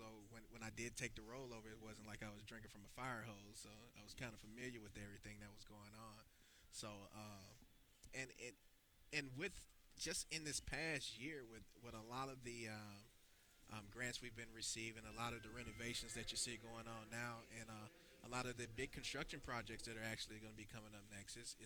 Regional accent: Montgomery, Alabama, United States; I'm actually from Montgomery.

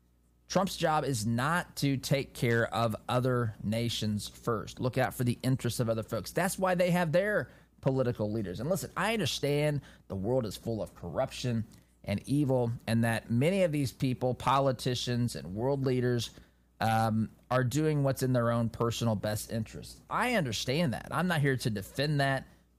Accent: United States; as an American citizen, as a Christian

